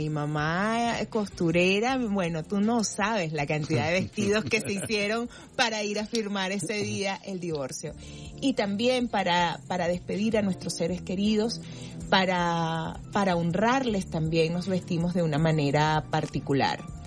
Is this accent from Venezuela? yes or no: yes; Venezuela